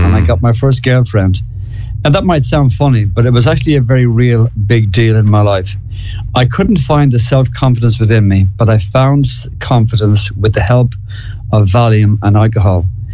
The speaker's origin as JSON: {"language": "English", "town": "Dublin", "region": "Leinster", "country": "Ireland", "tie": "born or raised there"}